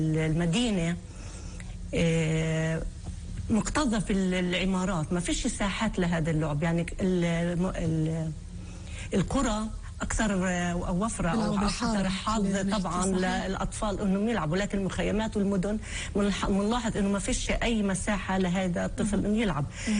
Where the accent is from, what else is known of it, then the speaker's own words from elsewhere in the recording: Palestine; وإحنا كمجتمع فلسطيني منعاني بكثير من ضغوطات.